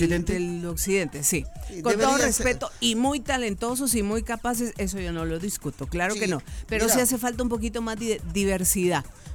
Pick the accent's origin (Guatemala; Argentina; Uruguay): Guatemala; Alta Verapaz; yo como alta verapacense obviamente cuido a mi terruño.